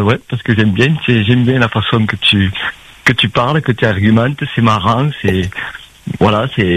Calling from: Réunion; ça fait 35 ans que je suis à La Réunion

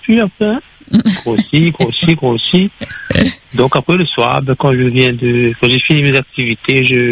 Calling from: Saint-Denis, Réunion; j'ai 45 ans, je suis de Saint-Denis, je suis métisse.

